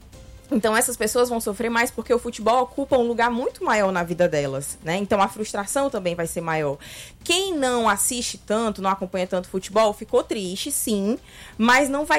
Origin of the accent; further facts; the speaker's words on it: Brazil; Todos somos brasileiros.